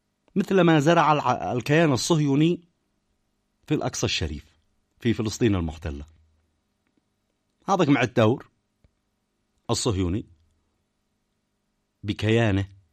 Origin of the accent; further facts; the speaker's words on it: Yemen; على بلادنا اليمن؟